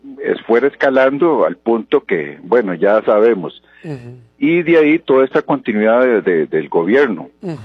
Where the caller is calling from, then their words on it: Puriscal, San José, Costa Rica; de Puriscal.